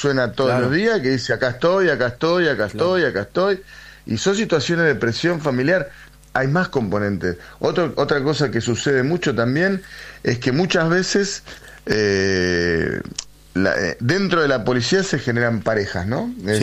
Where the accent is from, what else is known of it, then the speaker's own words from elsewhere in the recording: Argentina; fui como judío, que formo parte de esa comunidad, como uh-huh. peronista, como argentino